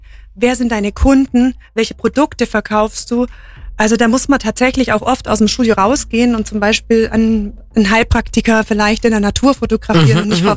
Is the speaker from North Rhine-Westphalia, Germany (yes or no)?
no; Memmingen, Bavaria, Germany; also born or lived in Munich; Genau, ich bin Memmingerin und war 20 Jahre in München